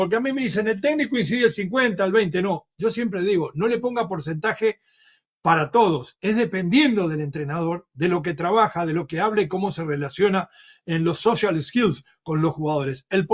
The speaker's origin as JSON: {"language": "Spanish", "country": "Uruguay", "said": "Y por más que mi padre tenga ascendencia gallega y mi madre es muy cerquita de Nápoles, yo soy sudamericano y principalmente soy rioplatense. Soy el más rioplatense de los uruguayos"}